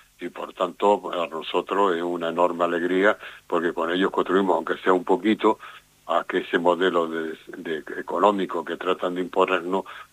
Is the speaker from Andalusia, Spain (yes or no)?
no; Canary Islands, Spain